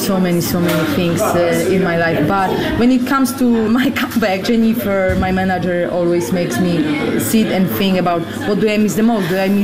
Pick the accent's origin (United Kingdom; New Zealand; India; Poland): Poland; Olsztyn, Warmian-Masurian Voivodeship; I'm from Olsztyn. They just opened the first pickleball court.